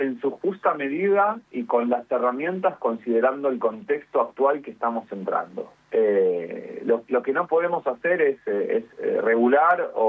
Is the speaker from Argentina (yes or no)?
yes; Argentina